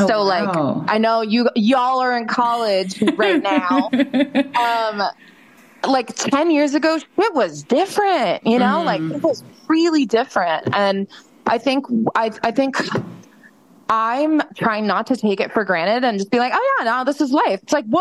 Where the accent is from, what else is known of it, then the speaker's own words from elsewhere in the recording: Florida, United States; also born or lived in Nashville / New York; now in Los Angeles, United States; where I grew up in Florida